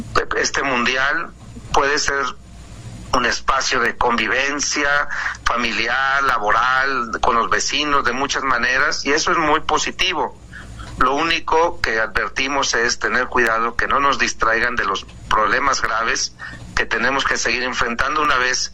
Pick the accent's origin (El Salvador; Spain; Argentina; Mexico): Mexico; creo que como mexicanos tenemos que amar a nuestro país, ¿no?